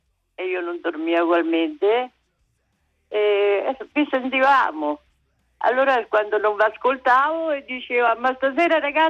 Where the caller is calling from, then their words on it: Umbria, Italy; È un paesino, sono liberato, provincia di Tanni, è uscita vicino all'autostrada di Orte.